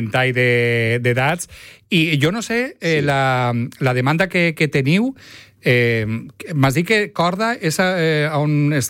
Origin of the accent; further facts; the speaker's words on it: Valencian Community, Spain; com a poble valencià